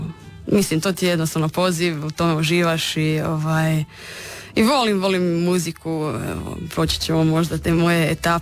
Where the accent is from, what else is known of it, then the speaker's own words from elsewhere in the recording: Rijeka, Primorje-Gorski Kotar County, Croatia; Mi smo Fiumani, mama je Istrijanka